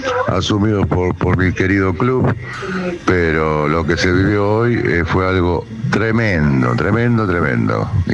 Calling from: Quilmes, Buenos Aires Province, Argentina; de Quilmes.

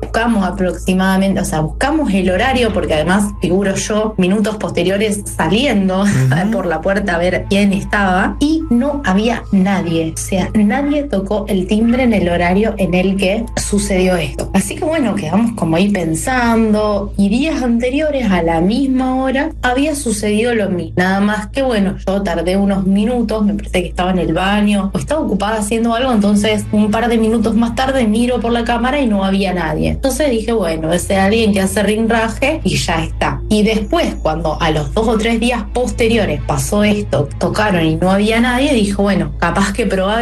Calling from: Rosario, Santa Fe, Argentina; Yo soy de Rosario, viviendo en mi casa.

